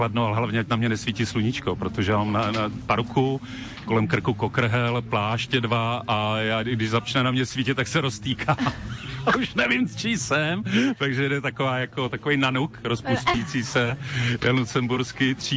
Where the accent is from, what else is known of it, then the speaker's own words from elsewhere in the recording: Znojmo, South Moravian Region, Czechia; jsem ze Znojma a mám tady spoustu přátel